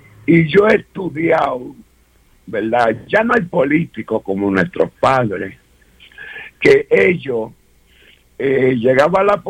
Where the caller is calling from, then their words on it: St. Croix, U.S. Virgin Islands; Nosotros somos parte de los Estados Unidos porque fuimos comprados. No podemos votar.